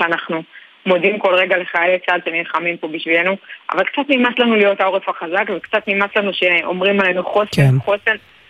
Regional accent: Kiryat Shmona, Northern District, Israel; אני גדלתי וגרתי בקריית שמונה כל חיי מבד הפינוי, ואני מאוד אוהבת ומחוברת את העיר, מחוברת לעיר

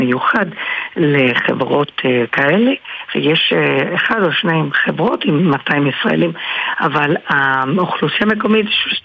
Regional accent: Gibraltar; נכון, גדלתי בגיברלטר.

